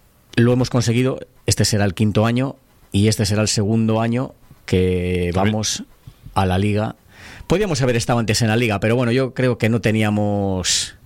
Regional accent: Riba de Ruesga, Cantabria, Spain; Yo soy de Riba de Ruesga.

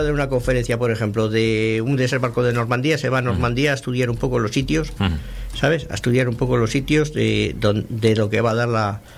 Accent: Laredo, Cantabria, Spain; en Laredo tenemos cancaricote. Nada más que en Laredo.

